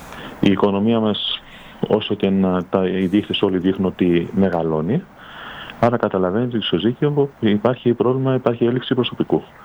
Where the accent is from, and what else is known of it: Pollonia, South Aegean, Greece